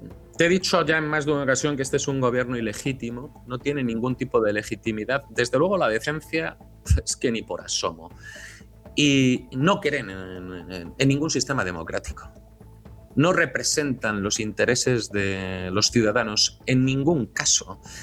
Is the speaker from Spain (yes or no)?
yes; Spain; somos muchísimos, muchísimos españoles